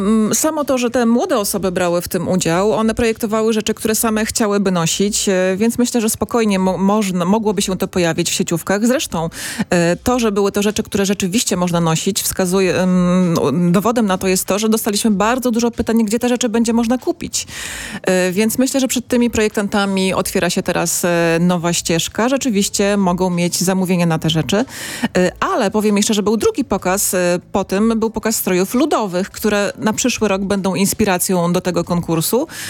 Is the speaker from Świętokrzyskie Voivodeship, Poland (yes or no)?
yes; Świętokrzyskie Voivodeship, Poland; Tak, no ja jestem też ze Świętokrzyskiego